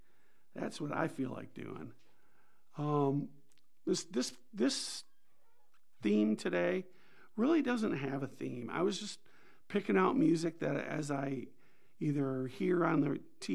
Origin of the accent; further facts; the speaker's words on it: Port Huron, Michigan, United States; now in Homer, Alaska, United States; I grew up on Lake Huron, and we're still out there swimming.